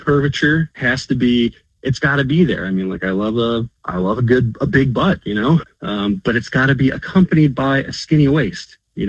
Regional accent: New Jersey, United States; I'm from Jersey. I live here.

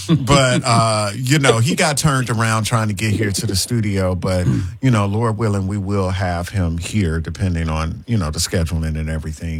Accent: Brooklyn, New York, United States; now in Memphis, United States; So I went from Brooklyn to Nashville then to here.

